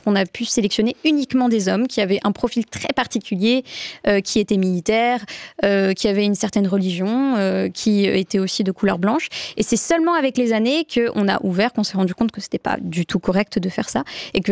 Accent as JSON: {"language": "French", "country": "Switzerland"}